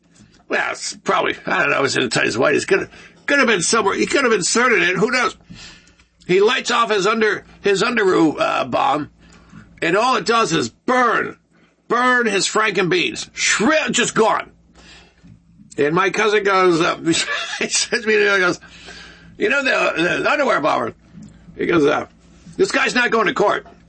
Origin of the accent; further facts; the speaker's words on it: Detroit, Michigan, United States; born there; I'm from Detroit. So I'm born in November, November 21st.